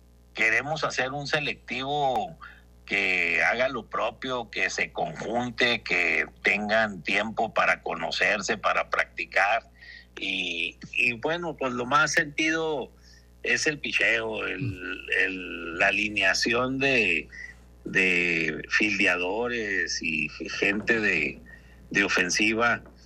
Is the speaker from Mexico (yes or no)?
yes; Mexico; Sin problema, todos somos mexicanos